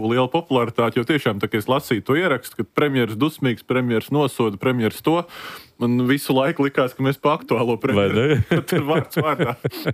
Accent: Sigulda Municipality, Latvia; es no Siguldas novada, viens no viskartajiem tieši elektroenerģijas apgādes ziņā caurumiem svētdienas rītā

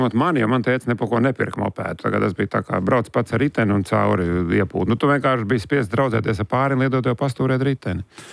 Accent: Baltezers, Ādaži Municipality, Latvia; Nē, es esmu no Baltezeres. Viss dzīves Baltezerā, mēr jūties tā kā ne šur, ne tur.

